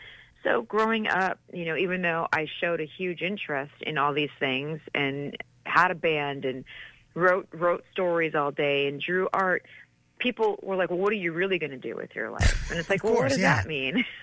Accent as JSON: {"language": "English", "region": "Michigan", "country": "United States", "tie": "born or raised there", "said": "I grew up again in Michigan"}